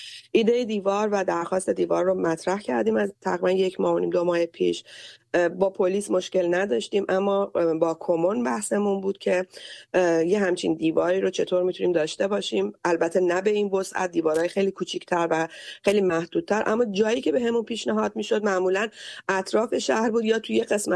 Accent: Iran; moved away; تک تک ما ایرانی های ایران دوست و عاشق سرزمینمون

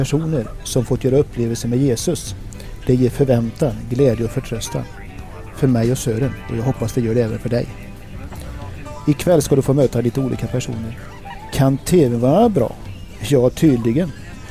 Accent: Västra Götaland County, Sweden; Jag får säga som västgöte

